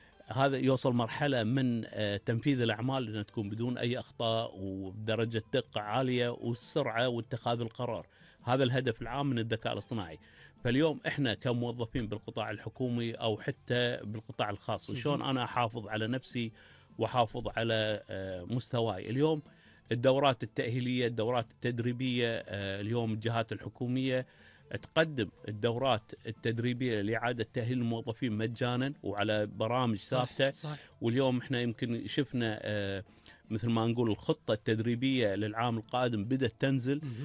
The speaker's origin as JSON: {"language": "Arabic", "country": "Kuwait", "said": "عندنا بالكويت"}